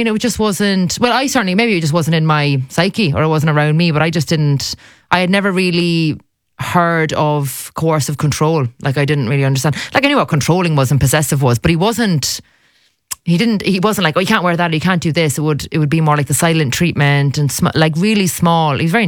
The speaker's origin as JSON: {"language": "English", "country": "Ireland", "said": "I've travelled as an Irish woman as well, so I've represented abroad."}